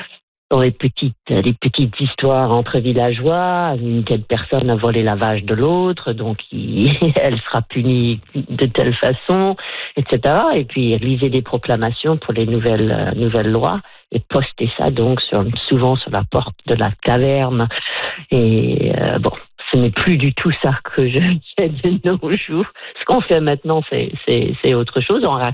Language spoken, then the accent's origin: French; Nova Scotia, Canada; born there; now in Annapolis Royal, Canada; Je ne suis pas née à Annapolis Royal. Je suis née en Nouvelle-Écosse, mais pas ici.